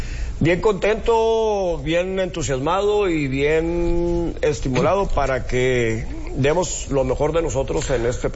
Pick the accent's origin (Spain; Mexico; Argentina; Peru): Mexico; Piedras Negras, Coahuila; somos de Piedras Negras y tenemos que buscar cómo solucionar todas las deficiencias que tenemos en nuestra ciudad.